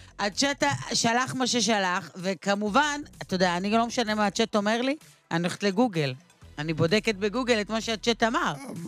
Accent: Kiryat Gat, Southern District, Israel; אצלנו בקריית גת, אגב, הרבה בנייני רכבת כאלה כבר הרסו.

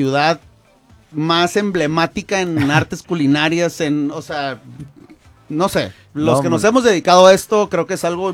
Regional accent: Ensenada, Baja California, Mexico; yo soy de Ensenada y aquí crecí

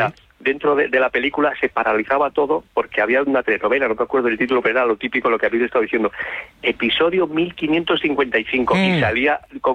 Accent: Castile and León, Spain; now in Alcalá de Henares, Spain; Mira, estoy en Alcalá, es un culebrón ya en sí, pero yo soy de Torto de Leva, de Burgos, y te mando un saludo desde nuestra tierrilla.

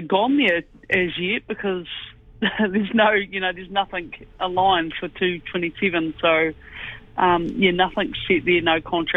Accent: New Zealand

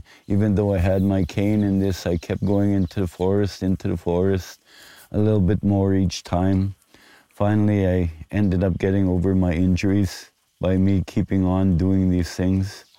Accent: Buffalo Narrows, Saskatchewan, Canada; I'm from Buffalo Narrows, Saskatchewan. I was born and raised there. I'm a First Nations person from Canoe Lake.

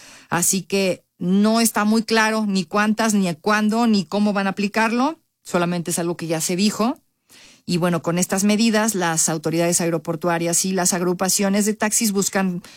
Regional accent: Mexico; es latino, nosotros somos mexicanos, ¿no? Y los latinos somos de clima cálido.

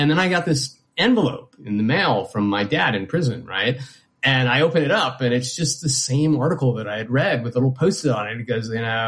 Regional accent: Beverly Hills, California, United States; So I've got a really kind of crazy background. I was born in Beverly Hills to a really well-off family. As a matter of fact, if you ever saw the movie Down and Out in Beverly Hills, that was the house that I was brought up in.

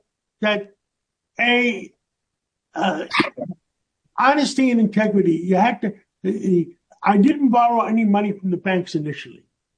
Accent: New York, United States; I grew up in Harlem on 135th Street, and between Broadway and Amsterdam Avenue by City College, by Lewiston Stadium up there, I went to PS 192, 137th Street, and in those days, we walked through Harlem all the time.

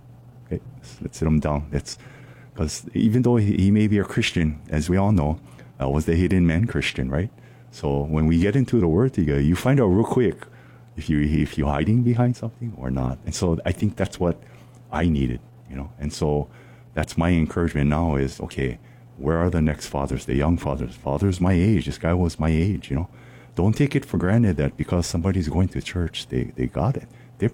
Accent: Kailua, Hawaii, United States; I had a really good friend growing up in Kailua, and, you know, he grew up Catholic like I did.

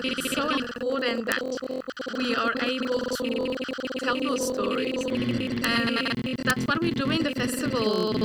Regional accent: Niger; I grew up in Niger

